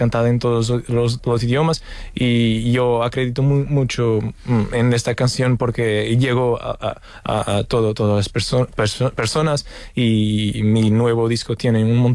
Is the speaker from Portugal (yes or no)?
yes; Portugal; moved away; me creo que soy artista que soy hoy porque salí de Portugal, salí de mi tierra.